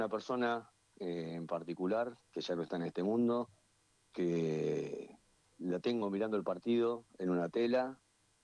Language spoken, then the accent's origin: Spanish; Argentina; nosotros somos argentinos, pero también nos sentimos